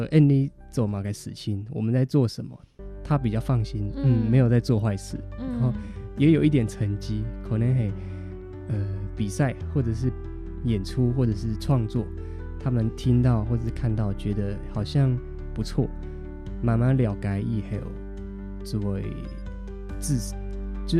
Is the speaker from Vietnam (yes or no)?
no; Miaoli County, Taiwan; born there; moved away as an adult; 所以我是离开了苗栗到台南读书